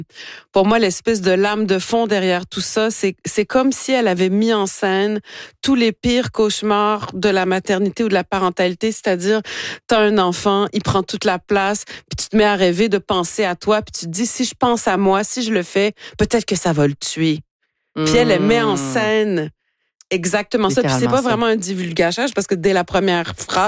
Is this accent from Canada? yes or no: yes; Chicoutimi, Quebec, Canada; Moi, je suis une Québécoise de souk ou un bleuet tunisien, comme vous préférez, mais je suis née au Saguenay, à Chicoutimi, j'ai grandi ici